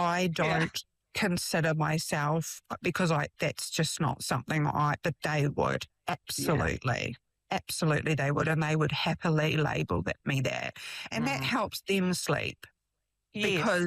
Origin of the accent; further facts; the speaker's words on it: New Zealand; We're a Kiwi family, mostly.